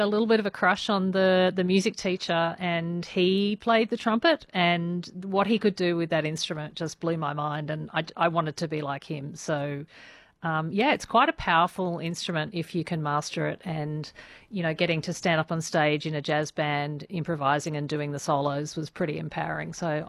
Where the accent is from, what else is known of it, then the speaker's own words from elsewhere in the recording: Sydney, New South Wales, Australia; So I was born in Sydney. I grew up on the northern beaches.